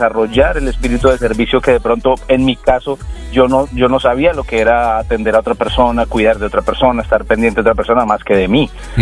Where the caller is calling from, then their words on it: Colombia; de Colombia.